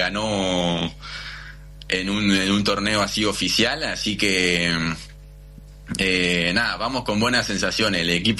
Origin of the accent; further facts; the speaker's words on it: Argentina; Somos de argentino de pie a cabeza y creo que el argentino vive su vida un poco diferente que los demás